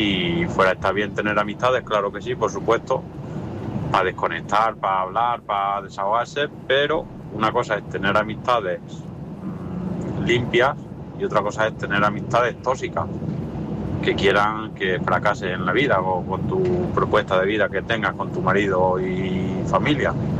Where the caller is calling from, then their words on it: Ciudad Real, Castilla-La Mancha, Spain; de Ciudad Real.